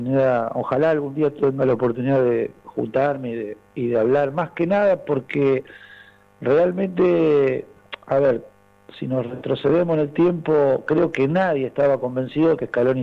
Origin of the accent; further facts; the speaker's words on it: Argentina; somos todos diferentes, los argentinos